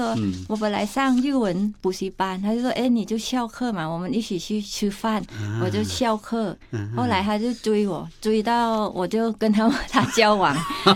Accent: Pathum Thani, Thailand; Chinese is a second language; moved away as an adult; now in New Taipei, Taiwan; 我在泰国出生长大。

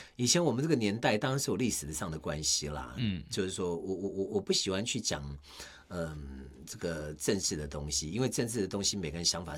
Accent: Taiwan

